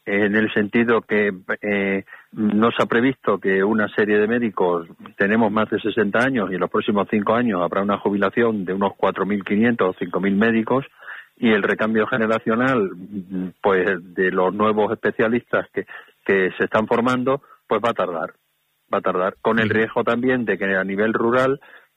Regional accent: Extremadura, Spain; yo soy extremeño y ocurre lo mismo, ¿no?

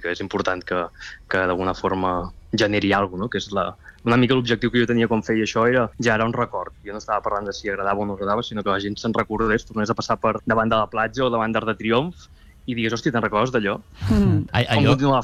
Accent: Mataró, Catalonia, Spain; jo que sóc de Mataró i he mamat pirotècnia des de ben petit

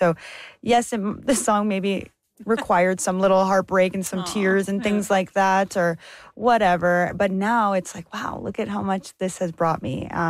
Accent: Thunder Bay, Ontario, Canada; I was from Thunder Bay, Ontario. And yes, it's a city, but it's a northern city. We're a little bit secluded.

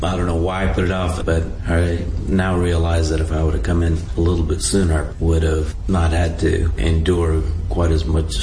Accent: Carlton, Oregon, United States; I'm from Carlton, Oregon.

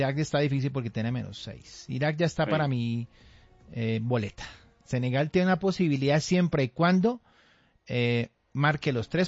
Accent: Colombia; aquí somos colombianos.

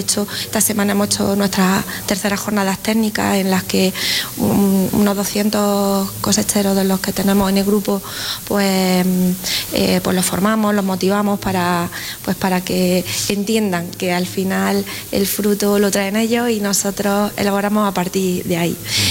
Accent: Andalusia, Spain; Pues mira, yo quería ser bióloga marina y soy de la Sierra de Segura

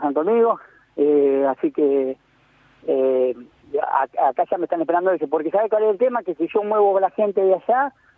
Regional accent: La Pampa, Argentina; Nosotros que somos nacidos y criados en La Pampa, dos o tres días, Buenos Aires, todo bien.

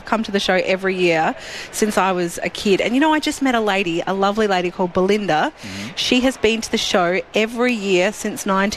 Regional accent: South Australia, Australia; I'm from Blair.

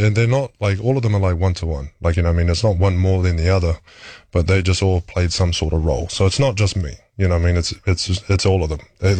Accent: New Zealand; you kind of still keep to being Kiwi. You know what I mean? As much as I can, I mean, just try and be myself, man.

